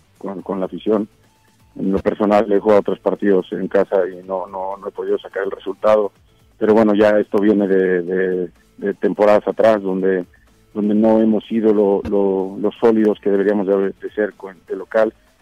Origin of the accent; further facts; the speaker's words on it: Mexico; como mexicanos también podemos competir